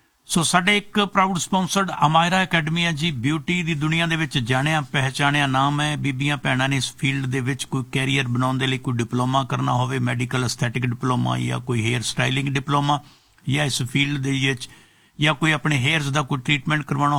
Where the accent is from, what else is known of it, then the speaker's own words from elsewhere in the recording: Pindi Balocha, Punjab, India; ਅਤੇ ਵੀਰੇ ਵਾਲਾ ਪਿੰਡ, ਸਾਡਾ ਪਿੰਡ ਪਿੰਡੀ ਬਲੋਚਾ ਹੁੰਦਾ ਸੀ, ਅਤੇ ਮਿਲਦੇ ਗਿਲਦੇ ਸੀ ਉਦੋਂ